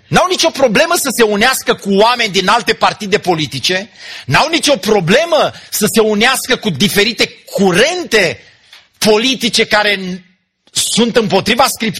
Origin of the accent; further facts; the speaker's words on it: Romania; noi ca români